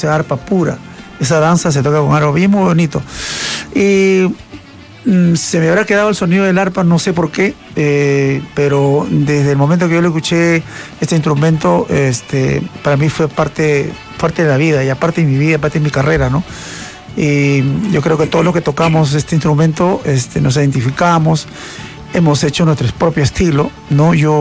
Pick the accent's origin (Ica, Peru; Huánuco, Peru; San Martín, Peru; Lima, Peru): Lima, Peru; Quipán; En la hermosa villa de Quimpán, que es mi pueblito, de mis queridos padres.